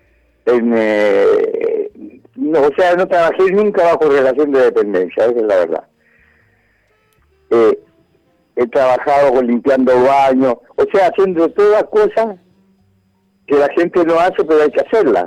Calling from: Moreno, Buenos Aires Province, Argentina; De Moreno.

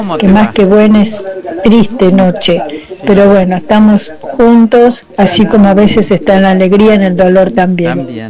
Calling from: Buenos Aires, Argentina; de Palermo.

